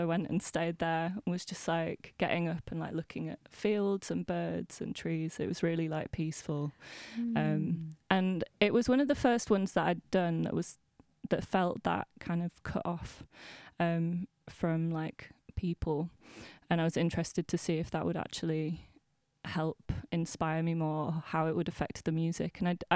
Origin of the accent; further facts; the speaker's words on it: Leeds, Yorkshire and the Humber, United Kingdom; moved away as an adult; now in London, United Kingdom; I've lived in London for like 4 years now, 3 or 4 years. And growing up in Leeds, I mean, it's still a big city